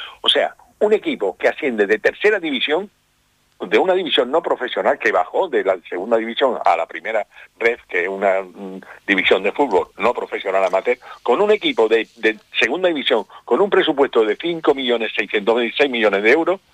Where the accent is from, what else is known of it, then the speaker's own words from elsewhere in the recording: Canary Islands, Spain; somos los canarios y canarias.